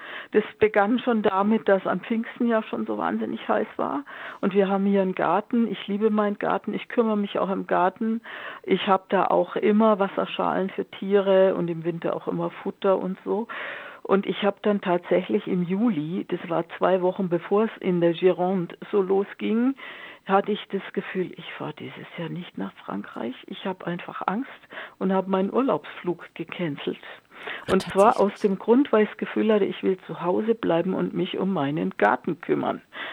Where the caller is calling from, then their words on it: Esslingen, Baden-Württemberg, Germany; Ich rufe aus Esslingen an.